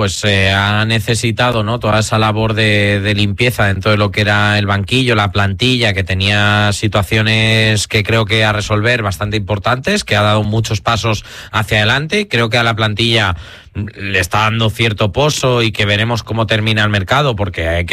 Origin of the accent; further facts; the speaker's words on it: Torralba de Calatrava, Castilla-La Mancha, Spain; Mi recuerdo es yo estar en mi pueblo, Torralba de Calatrava, ir a Calasari, que estaba la tienda al final de la calle...